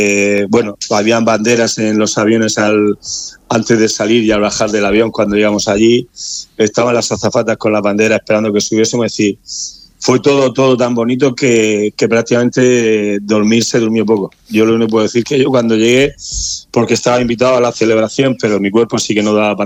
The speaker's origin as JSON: {"language": "Spanish", "town": "Murcia", "region": "Region of Murcia", "country": "Spain", "said": "Pues el viaje empezó saliendo, evidentemente, de mi tierra, de Murcia, para ir a Madrid."}